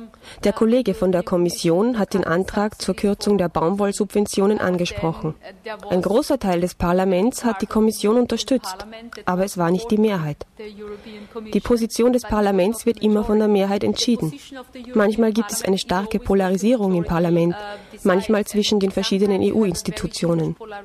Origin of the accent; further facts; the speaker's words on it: Austria; Zum Beispiel ist es als Österreicherin sehr einfach, über die Fischereipolitik zu sprechen.